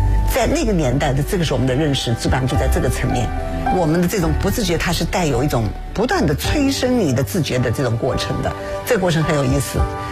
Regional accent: Hangzhou, Zhejiang, China; 我是杭州人

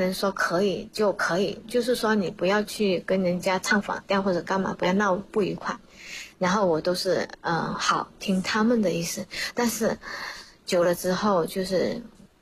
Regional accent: Chaozhou, Guangdong, China; 我们潮州人就会买很多东西。我记得小时候，像那些方便面呢，对于我童年的时候是比较稀奇的

